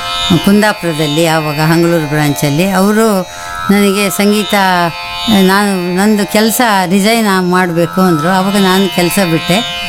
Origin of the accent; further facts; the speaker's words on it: Thirthahalli, Karnataka, India; moved away as an adult; also born or lived in Konandur / Shivamogga / Bengaluru; now in Kundapura, India; ನಮ್ಮ ಬಾಲ್ಯ ಎಲ್ಲ ತೀರ್ಥಹಳ್ಳಿ ಹತ್ರ ಕೋಣಂದೂರು ಅಂತ, ಅಲ್ಲಿ 3ನೇ ಕ್ಲಾಸ್ವರೆಗೆ ಕಲಿತು. ನಂತರ ನಾನು ತೀರ್ಥಹಳ್ಳಿಯಲ್ಲಿ ನನ್ನ ವಿದ್ಯಾಭ್ಯಾಸ ಕಂಟಿನ್ಯೂ ಮಾಡಿ